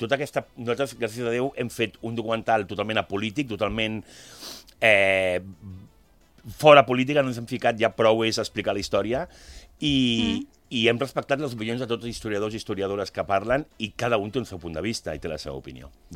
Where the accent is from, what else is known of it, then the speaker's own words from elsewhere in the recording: Catalonia, Spain; jo sóc català, llavors sóc més del Jaume